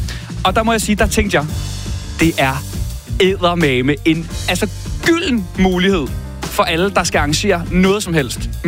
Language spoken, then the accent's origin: Danish; Køge, Zealand, Denmark; jeg er fra provinsen. Jeg er fra Køge.